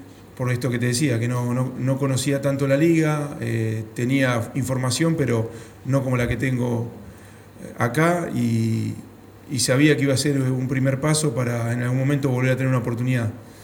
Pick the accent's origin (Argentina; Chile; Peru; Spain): Argentina; somos argentinos.